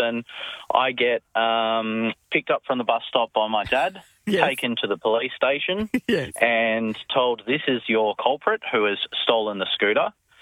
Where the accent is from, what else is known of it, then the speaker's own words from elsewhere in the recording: Bridgetown, Barbados; So I grew up in Bridgetown, did my high schooling down there, and I used to use the local Chinese lady's scooter to practice for my scooter license.